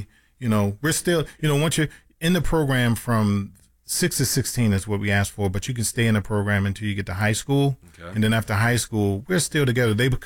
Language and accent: English; Cameroon; So being from Cameroon, majority of the time, of course, the parents are born and raised in Cameroon